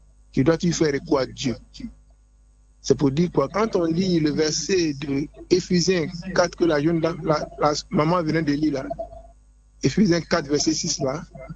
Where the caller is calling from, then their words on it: Jacqueville, Lagunes, Côte d’Ivoire; J'appelle de Jacquesville.